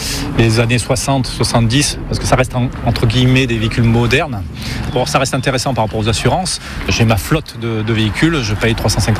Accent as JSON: {"language": "French", "town": "Malaucène", "region": "Provence-Alpes-Côte d'Azur", "country": "France", "said": "je suis de Malocène"}